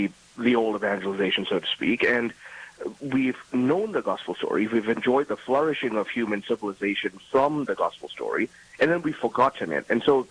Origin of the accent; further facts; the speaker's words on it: Kuala Lumpur, Malaysia; moved away; I grew up in Malaysia, Kuala Lumpur